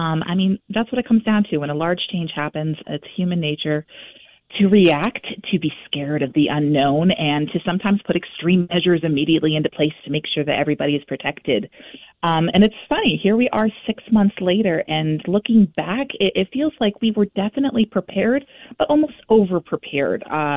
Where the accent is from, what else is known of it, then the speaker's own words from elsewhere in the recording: Maine, United States; Well, so for me, I'm actually not from Vermont. I grew up in central Maine, and I used to vacation up in Vermont with my grandparents